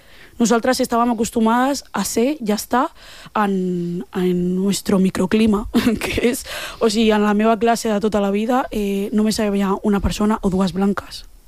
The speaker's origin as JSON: {"language": "Catalan", "town": "L'Hospitalet de Llobregat", "region": "Catalonia", "country": "Spain", "said": "com a dones negres d'Hospitalet, que no que som d'Opi"}